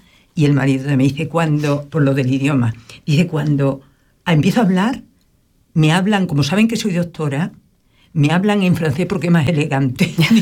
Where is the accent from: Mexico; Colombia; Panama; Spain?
Spain; southern Spain; accent: Spanish, southern; a mí cuando hablo el alemán y eso me notan enseguida mi acento español, incluso del sur, porque me como los finales